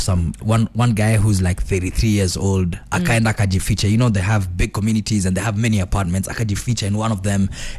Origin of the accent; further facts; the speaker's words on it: Mombasa, Mombasa County, Kenya; You know me, I'm from Mombasa.